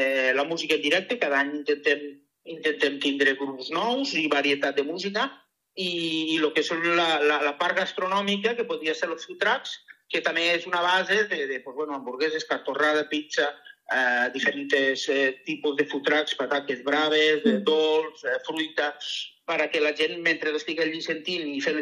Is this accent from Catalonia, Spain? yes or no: no; Rossell, Valencian Community, Spain; vam considerar que Rossell era un bon lloc, perquè nosaltres som de Rossell, per fer una miqueta de territori i de pertenència.